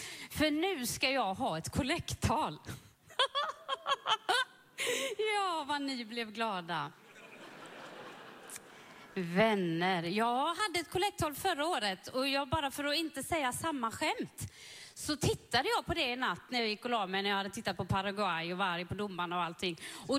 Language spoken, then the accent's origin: Swedish; Sweden; jag är uppvuxen i HV-staden